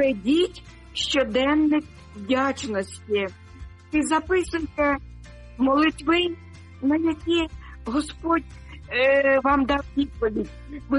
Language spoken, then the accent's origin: Ukrainian; Sumy, Sumy Oblast, Ukraine; now in Denmark; вітаю вас з далекої Данії. Передаю вітаннячко на мою рідну Україну, у моє рідне місто Суми.